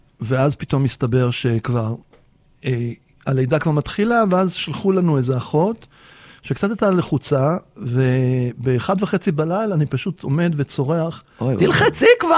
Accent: Tel Aviv, Tel Aviv District, Israel; born there; אני נולדתי בבית חולים הקריה.

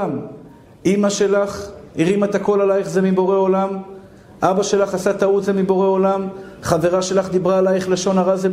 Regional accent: Tel Aviv, Tel Aviv District, Israel; עכשיו, אני גדלתי בשכונת התקווה.

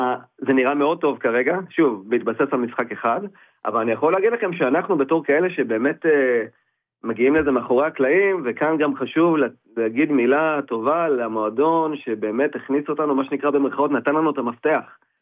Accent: Rishon LeZion, Central District, Israel; moved away; אנחנו בעצם שני חברי ילדות, נולדנו וגדלנו בראשון

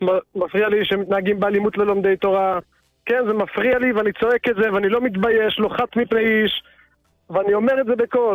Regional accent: Jerusalem, Jerusalem District, Israel; אני מירושלים.

